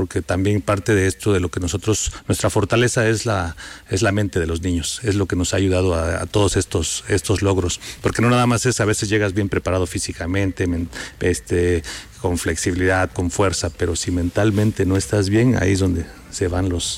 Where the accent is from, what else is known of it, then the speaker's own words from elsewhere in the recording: Oaxaca, Mexico; Que también somos pues oaxaqueños y mexicanos que vamos a representar en este momento a nuestro país